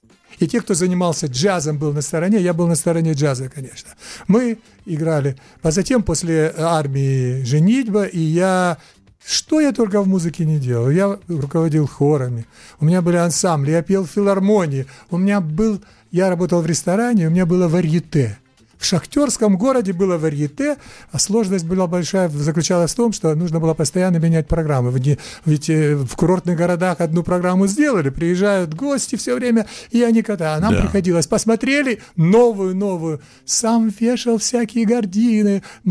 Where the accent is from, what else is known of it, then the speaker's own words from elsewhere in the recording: Donetsk, Donetsk Oblast, Ukraine; moved away as an adult; Я родился в Донецке